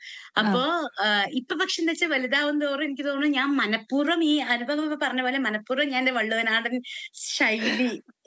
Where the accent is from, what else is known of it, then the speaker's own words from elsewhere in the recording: Ottapalam, Kerala, India; accent: Valluvanadan; moved away; ഞാന് പാലക്കാടാണ്. പാലക്കാട് എന്ന് പറയുമ്പോ പ്രോപ്പർ പാലക്കാടല്ല, മറ്റേ പാലക്കാട് തന്നെ പല തരത്തിലും സ്ലാങ്സ് ഉണ്ട്.